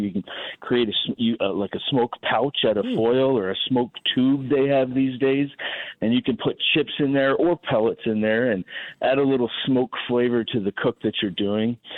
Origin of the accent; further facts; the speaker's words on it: Texas, United States; now in Wisconsin, United States; So I moved here from Texas about 12 years ago from the Dallas area and really took to barbecue and started doing some local competitions here in Wisconsin